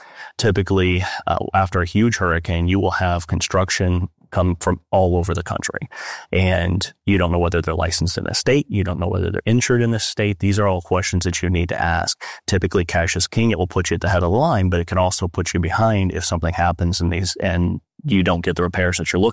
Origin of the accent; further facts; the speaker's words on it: Midwest, United States; now in Florida, United States; especially in this area of Florida, I'm from the Midwest originally